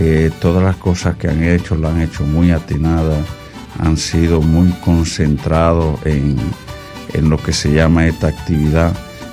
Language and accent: Spanish; Dominican Republic; born there; also born or lived in Guaymate; now in La Romana, Dominican Republic; Yo vengo de un batey donde yo nací, el batey de Guerrero